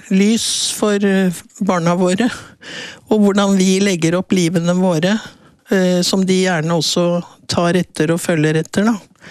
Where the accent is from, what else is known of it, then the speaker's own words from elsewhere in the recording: Oslo, Norway; Jeg var født i Oslo i 1943, såkalt krigsbarn. Jeg ble født bak blendingsgardiner på Josefinegaten klinikk, og vokste jo opp der, og gikk på skole der frem til syvende klasse da, for å flytte til Bøler, en av disse nye drabantbyene som vokste opp rundt Oslo.